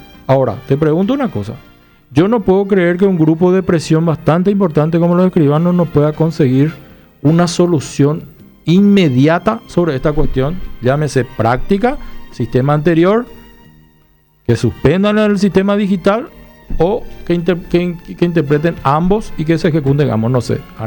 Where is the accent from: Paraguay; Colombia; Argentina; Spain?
Paraguay; nosotros los paraguayos